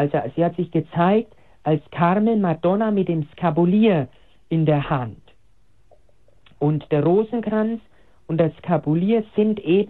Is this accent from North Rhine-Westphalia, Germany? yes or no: no; Bavaria, Germany; born there; Aber auch weiß ich in meiner Heimat, in meiner bayerischen Heimat, in Oberfranken, wo ich eben gebürtig herkomme